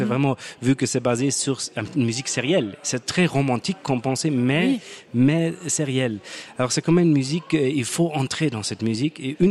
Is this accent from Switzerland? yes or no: no; Munich, Bavaria, Germany; French is a second language; Allemand, de Munich.